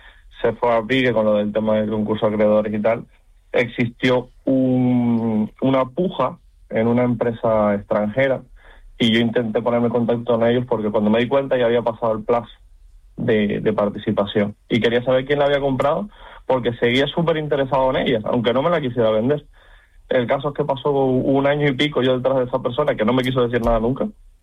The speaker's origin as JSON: {"language": "Spanish", "region": "Canary Islands", "country": "Spain"}